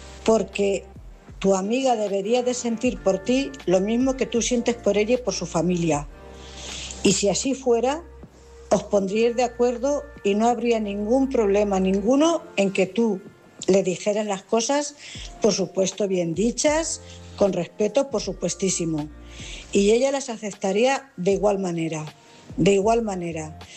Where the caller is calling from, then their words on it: Cuenca, Castilla-La Mancha, Spain; Buenas noches … corresponsal de Cuenca.